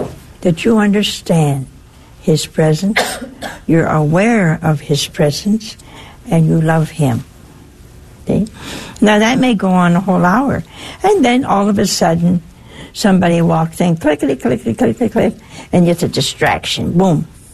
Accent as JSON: {"language": "English", "region": "Ohio", "country": "United States", "tie": "born or raised there", "said": "Oh, hey, that's my home state."}